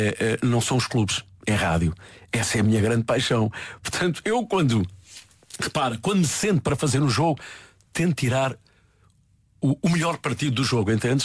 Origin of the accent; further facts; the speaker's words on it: Santarém, Portugal; born there; eu nasci em Santarém, trabalho em Lisboa.